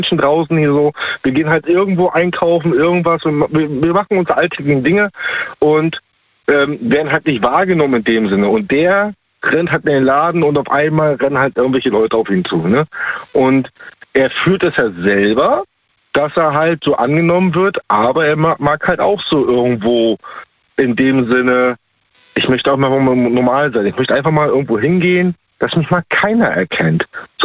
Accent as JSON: {"language": "German", "region": "Baltic Sea coast", "country": "Germany", "said": "Ich bin ursprünglich aus der Ostsee, da oben die Ecke, ne? Mhm. Arbeite aktuell in Baden-Württemberg."}